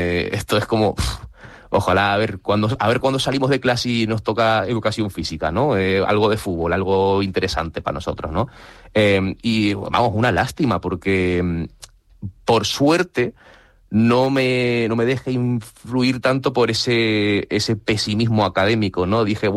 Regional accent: Fuerteventura, Canary Islands, Spain; mis padres son ingleses, nací en Fuerteventura, me he criado en Fuerteventura, así que técnicamente por crianza y tal, y nacimiento soy canario, pero de sangre, digamos, y de, bueno, de apellido, ¿no? Se habrán dado cuenta … no es exactamente el apellido más...

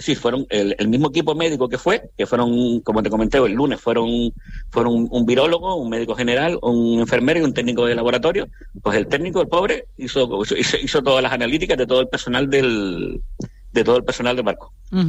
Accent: Canary Islands, Spain; now in Cape Verde; Yo como canario me sentí

